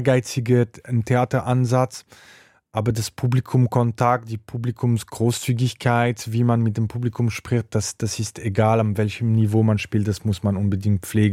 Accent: Switzerland; moved away as an adult; now in Magdeburg, Germany; Ich komme aus der Schweiz, da ist Eishockey eine große Sache, wird auch ganz schön und viel gesungen im Stadion. Ich bin damit aufgewachsen

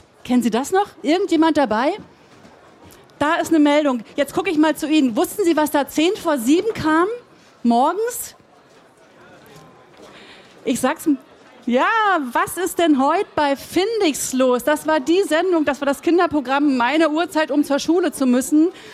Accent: East Germany, Germany; Ich bin ein Kind der DDR gewesen.

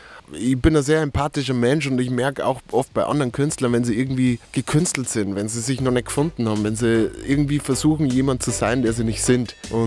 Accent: Bavaria, Germany; accent: Bavarian; first language Bavarian; Haushalt groß geworden. Ich tue mir ja schwer, Hochdeutsch zu sprechen tatsächlich. Also Bayerisch ist meine Muttersprache.

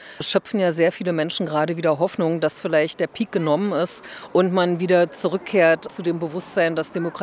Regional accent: Magdeburg, Saxony-Anhalt, Germany; moved away as an adult; now in Berlin, Germany; Ich wurde 1966 in Magdeburg geboren, bin hier aufgewachsen und habe hier gelebt bis zu meinem Fluchtversuch 1989.

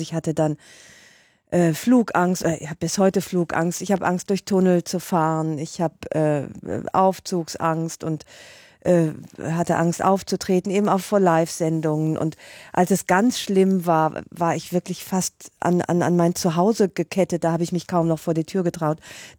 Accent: Rhineland, Germany; ich bin ja Rheinländerin und Ungarin

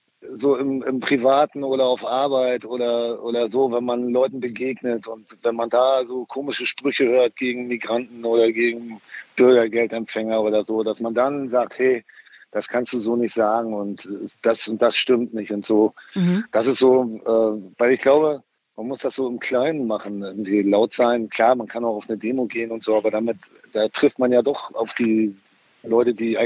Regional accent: East Germany, Germany; Ich komme ja auch aus der DDR

